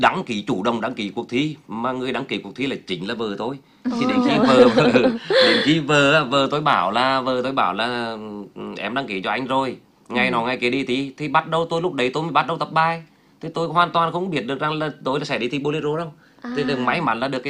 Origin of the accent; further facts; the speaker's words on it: Vinh, Nghệ An, Vietnam; Tôi học từ cấp 1 cấp 3 ở Vinh, mà tôi đẻ ra ở Vinh